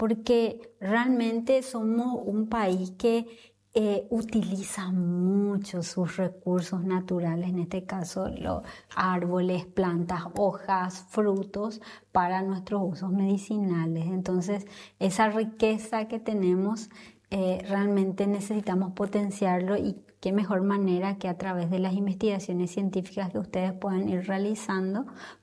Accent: Paraguay

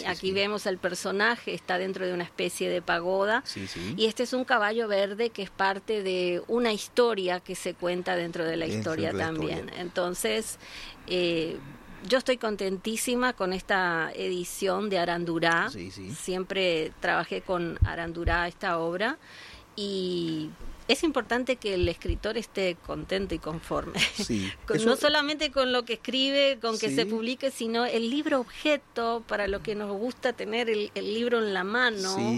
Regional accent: Uruguay; moved away as an adult; also born or lived in Montevideo; now in Paraguay; Yo soy uruguaya, nací en Montevideo y después me fui a vivir a un balneario, a una cuadra del mar

